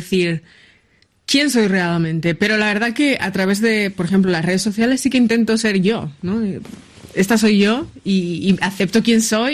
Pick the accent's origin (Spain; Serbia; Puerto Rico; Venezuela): Spain; Huesca province, Aragon; estoy muy profundamente orgullosa, ¿no?, de mis orígenes, de mis raíces y de Orillena, de Castejón de Sos, de La Naja, ¿no?, de todos estos increíbles pueblos en los que he podido crecer.